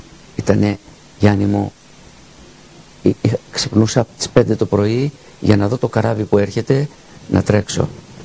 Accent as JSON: {"language": "Greek", "town": "Athens", "region": "Attica", "country": "Greece", "tie": "born there", "said": "Είχε πάει η μάνα μου στην Αθήνα για να τον δει και γεννήθηκα στην Αθήνα."}